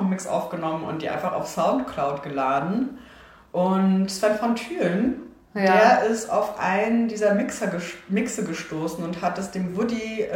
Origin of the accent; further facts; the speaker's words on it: Berlin, Germany; Ich meine, so als Berlinerin ist man halt nur von DJs umgeben.